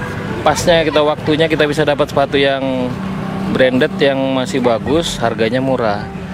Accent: Tarakan, North Kalimantan, Indonesia; Bukan, kita dari Tarakan.

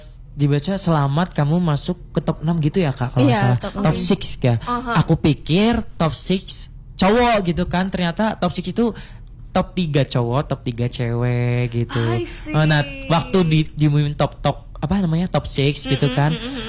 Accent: Cilacap, Central Java, Indonesia; moved away as an adult; now in Malang, Indonesia; dulu kan masih di Cilacap ya kak, saya asli Cilacap

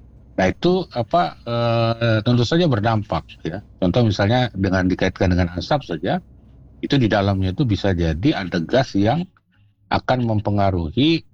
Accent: Bogor, West Java, Indonesia; kita warga Bogor

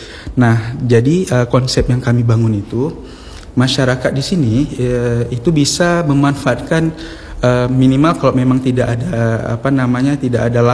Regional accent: Aceh, Indonesia; kita Aceh ini

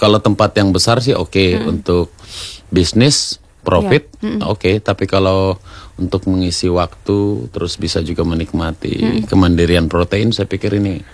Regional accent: Sulawesi, Indonesia; kita orang Sulawesi

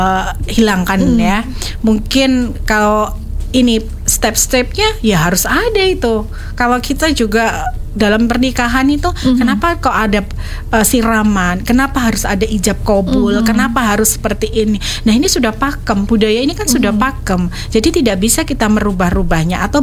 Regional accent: Java, Indonesia; tidak semua orang tahu seperti budaya kita Jawa seperti ini

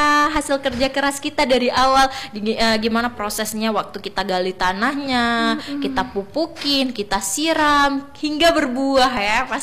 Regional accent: Aceh, Indonesia; sebagai warga Aceh contohnya ya, kita sendiri di Aceh

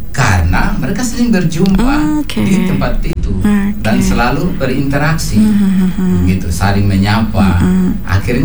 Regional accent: Indonesia; saya besar di Teluk

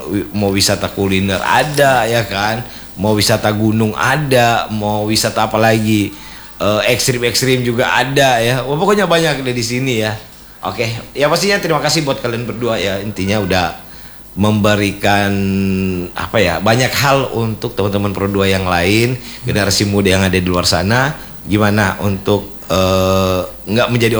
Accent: North Sulawesi, Indonesia; kalau kamu ketemu orang-orang Sangir sama dengan ketemu saya begini modelnya

